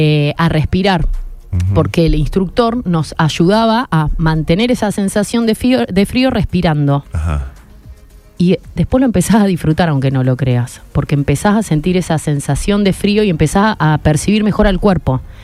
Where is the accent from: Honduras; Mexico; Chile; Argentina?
Argentina; Pero siempre contemplando que somos argentinos, que nos gusta la comida, que nos gusta celebrar.